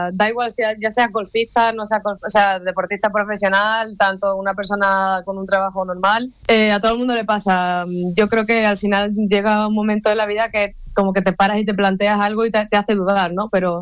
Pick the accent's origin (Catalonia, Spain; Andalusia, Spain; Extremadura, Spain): Andalusia, Spain; Aljaraque; yo crecí, me inicié en Bellavista y luego pasé a Bellavista y La Monacilla, y siempre he estado, me crié ahí.